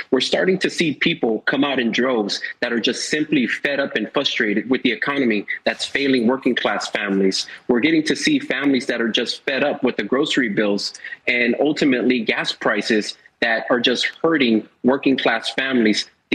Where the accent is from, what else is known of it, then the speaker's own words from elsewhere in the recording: Texas, United States; I'm from Texas, so you got to represent all the time.